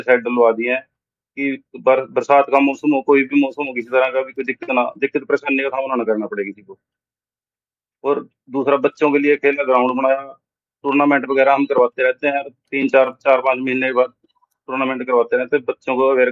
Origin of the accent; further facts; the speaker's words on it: Naraingarh, Haryana, India; Sarpanch block Narayangarh से हूँ। मेरा गांव ब्रेड़ी खुर्द है नारायणगढ़ से लगभग 10 किलोमीटर 9-10 किलोमीटर के दूरी पे है